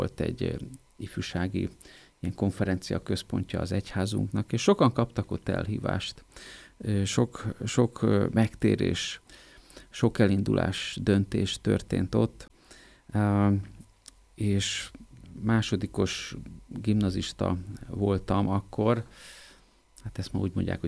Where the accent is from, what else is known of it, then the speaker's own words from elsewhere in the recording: Pécs, Baranya, Hungary; Hát én akkor egyébként Pécsen éltem, pécsi vagyok